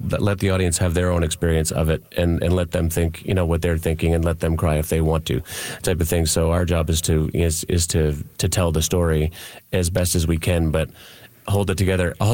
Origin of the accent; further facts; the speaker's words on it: Fredericton, New Brunswick, Canada; I'm from Fredericton originally. I'm a proud New Brunswicker. And I have always been proud to be from New Brunswick